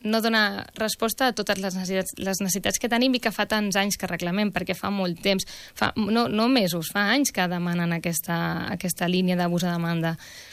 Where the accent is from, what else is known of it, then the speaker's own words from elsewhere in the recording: Rubí, Catalonia, Spain; els que som de Rubí de sempre